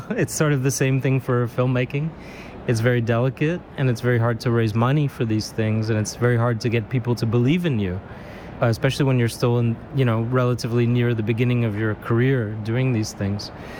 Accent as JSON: {"language": "English", "region": "São Paulo", "country": "Brazil", "tie": "born or raised there", "said": "I think my hometown audience here in São Paulo, I think they're my main audience."}